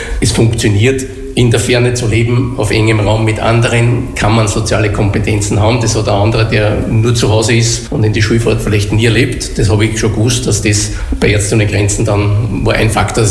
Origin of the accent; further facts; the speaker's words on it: Texing, Lower Austria, Austria; also born or lived in St. Pölten / Melk; Also ich bin 1967 in St. Pölten im Krankenhaus auf die Welt gekommen und bin halt in Texing dann da in dem Elternhaus aufgewachsen und ja, Volksschule Texing.